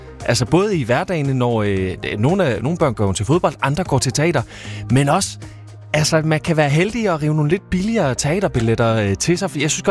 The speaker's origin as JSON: {"language": "Danish", "town": "Kolding", "region": "Region of Southern Denmark", "country": "Denmark", "said": "Jeg er fra Kolding. Jeg er fra det østjyske."}